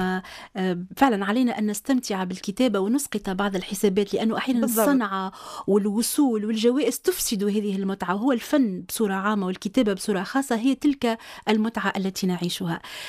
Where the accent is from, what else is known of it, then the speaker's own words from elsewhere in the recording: Tunisia; احنا تربينا يعني فعلا تونس صغيره جغرافيا فنحسوا ربما بالضياع في المدن الكبرى